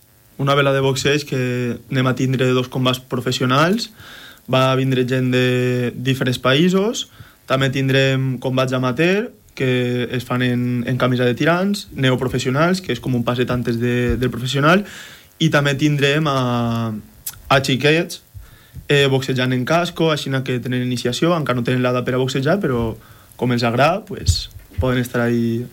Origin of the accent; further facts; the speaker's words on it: Piles, Valencian Community, Spain; Jo de Piles